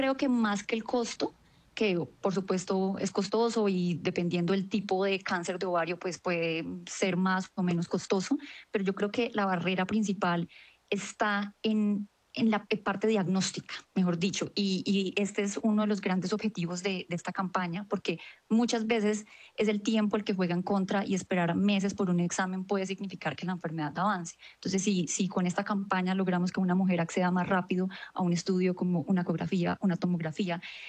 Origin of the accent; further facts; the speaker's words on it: Cúcuta, Norte de Santander, Colombia; now in Bogotá, Colombia; yo soy cucuteña, tengo 29 años, estudié acá en Bogotá, en la Universidad Javeriana, me especialicé en la Universidad de los Andes